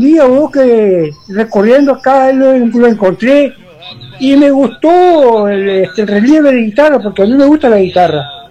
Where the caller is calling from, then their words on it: Young, Río Negro, Uruguay; de acá de Yun.